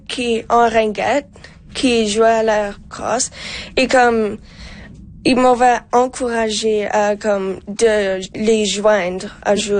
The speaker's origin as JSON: {"language": "French", "region": "Alberta", "country": "Canada", "said": "mais comme dans nous on est de Alberta, alors"}